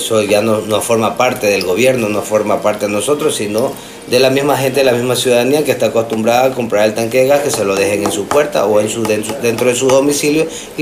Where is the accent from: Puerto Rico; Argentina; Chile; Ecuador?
Ecuador; Quevedo, Los Ríos; mi ciudad Quevedo, que me ha visto crecer, me ha visto nacer